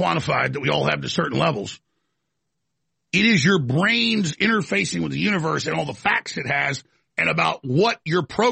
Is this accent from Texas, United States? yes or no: yes; Dallas, Texas, United States; For whatever reason, when I grew up in Dallas, it just happened a lot.